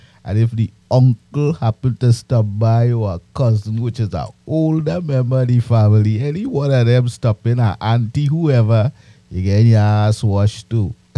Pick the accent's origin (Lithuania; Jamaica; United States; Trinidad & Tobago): Trinidad & Tobago; moved away; when I was growing up in Trinidad